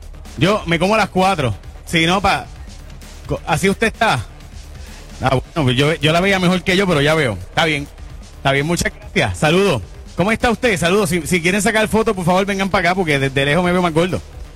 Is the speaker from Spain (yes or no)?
no; San Lorenzo, Puerto Rico; yo soy de San Lorenzo, así que siempre ha sido mi vecino.